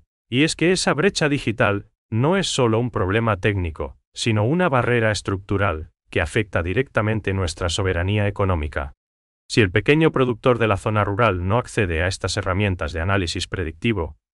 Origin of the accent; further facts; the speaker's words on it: Paraguay; para nosotros como paraguayos